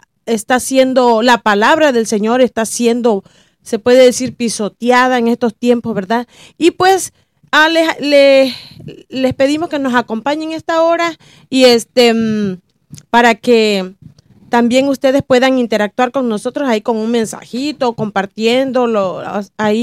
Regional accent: Mexico; pues soy de México

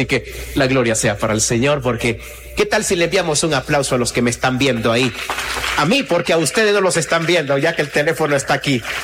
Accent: Nicaragua; now in Guatemala; Solo yo soy el nicaragüense regalado aquí. Pero ya tengo DPI.

